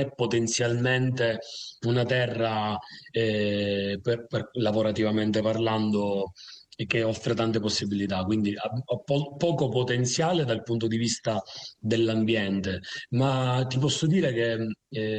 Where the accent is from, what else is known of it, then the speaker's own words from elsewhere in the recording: Priolo Gargallo, Sicily, Italy; Allora, io sono in un paesino, nel mio paesino che si chiama Priolo ed è in provincia di Siracusa, quindi sul versante ionico della Sicilia sudorientale.